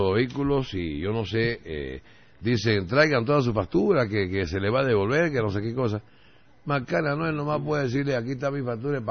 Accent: eastern lowlands, Bolivia; según ellos yo escuchaba, somos los cambas los culpables.

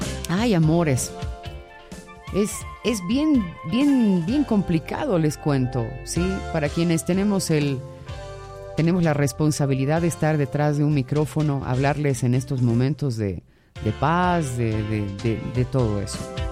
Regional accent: Bolivia; Somos el centro de Sudamérica y somos uno de los países menos desarrollados de la región.

